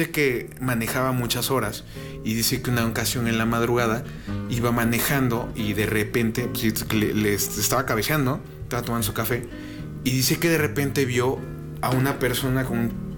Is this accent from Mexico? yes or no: yes; Mexico; como mexicanos tenemos un amor odio quizá, o un amor más por la muerte, por esta figura y por las tradiciones.